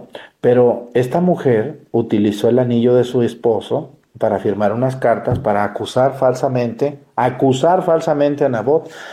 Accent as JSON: {"language": "Spanish", "town": "Mexticacán", "region": "Jalisco", "country": "Mexico", "tie": "born or raised there", "said": "Miren, les voy a poner el ejemplo de mi pueblo. Mi pueblo Mesticacán es un pueblo muy pequeño, casi un rancho."}